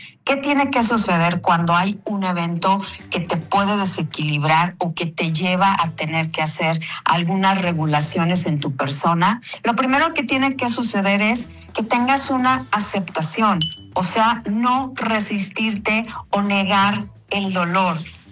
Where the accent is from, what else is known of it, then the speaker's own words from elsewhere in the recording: Mexico; sigamos asociando como cultura, como mexicanos